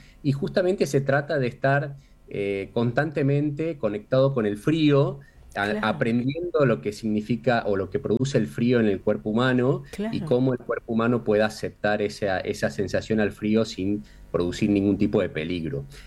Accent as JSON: {"language": "Spanish", "country": "Argentina", "said": "en nuestro país, en Argentina, en la Patagonia"}